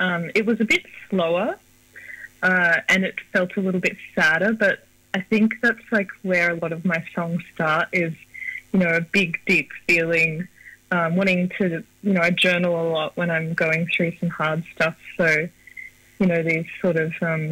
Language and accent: English; Wollongong, New South Wales, Australia; But I was born and raised on Darawa country in Wollongong. So I've got a bit of the river girl ancestrally, and then I love the ocean as well because I grew up there.